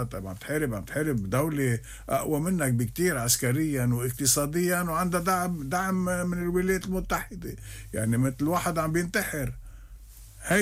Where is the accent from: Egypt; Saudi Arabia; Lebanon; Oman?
Lebanon; نحن كشعب لبناني